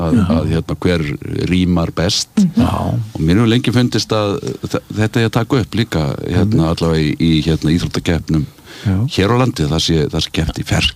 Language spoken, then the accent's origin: Icelandic; Reykjavik, Capital Region, Iceland; því að ég alinn upp í Voga hverfinu í Reykjavík